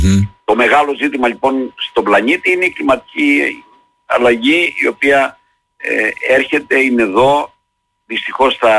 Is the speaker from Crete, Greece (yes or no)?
yes; Perachori, Crete, Greece; Ναι, στο χωριό μου το λένε, ειδικά στο Περαχωρί.